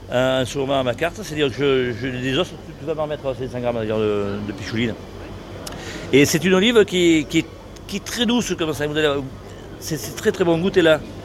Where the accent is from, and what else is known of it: Provence-Alpes-Côte d'Azur, France